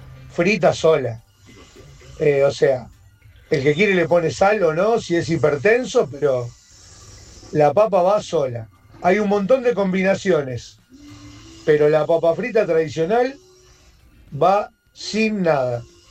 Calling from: Tablada, Buenos Aires Province, Argentina; de Tablada.

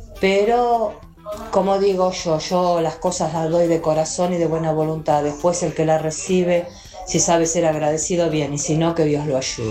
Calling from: Berazategui, Buenos Aires, Argentina; de Brazate.

